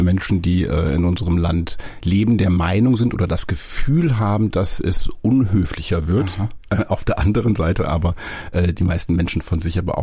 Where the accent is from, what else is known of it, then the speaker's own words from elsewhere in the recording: Lower Saxony, Germany; Und ich würde als Norddeutscher sagen oder als Ostfriese sagen, wir kommunizieren ganz viel, auch wenn wir nicht viel sagen.